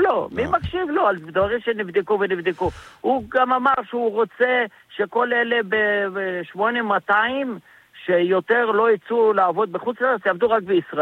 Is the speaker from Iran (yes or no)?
yes; Iran; זה מילה שלנו, של הפרטים, אני איראני.